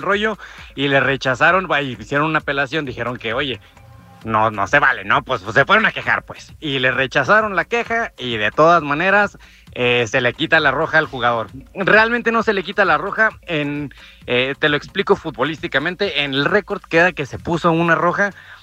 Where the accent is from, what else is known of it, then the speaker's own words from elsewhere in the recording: Mexico; que yo sé que aquí somos todos mexicanos